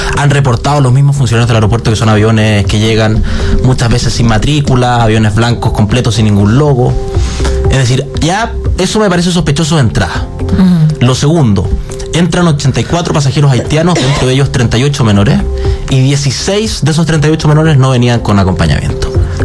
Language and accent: Spanish; Araucanía, Chile; yo soy de la Araucanía